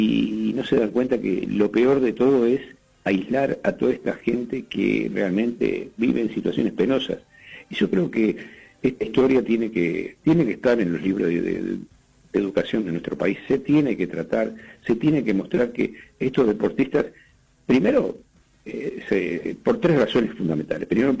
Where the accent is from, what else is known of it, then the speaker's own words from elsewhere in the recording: Uruguay; tú sabes que soy el único uruguayo.